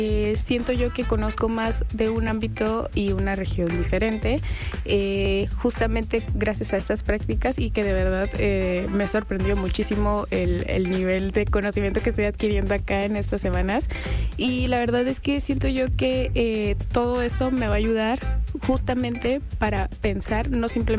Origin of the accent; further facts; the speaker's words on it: Sonora, Mexico; moved away as an adult; cómo es ser un sonorense fuera del estado, ¿no? De que lo confunden que es de Monterrey, y justamente me pasa igual